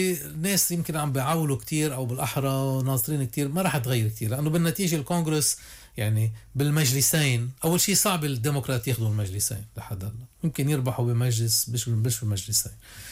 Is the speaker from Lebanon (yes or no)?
yes; Lebanon; نحن لازم نتصرف كلبنانيين